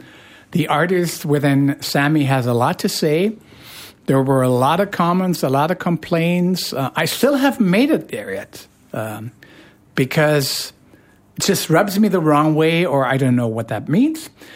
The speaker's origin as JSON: {"language": "English", "country": "Canada", "moved": "yes", "lives_now": "Frankfurt, Germany", "said": "I'm Canadian, living, working, and loving in our merit in Frankfurt am Main."}